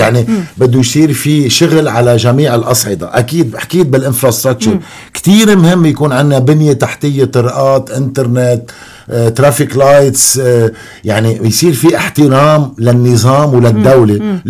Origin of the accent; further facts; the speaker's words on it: Lebanon; وانا كمواطن لبناني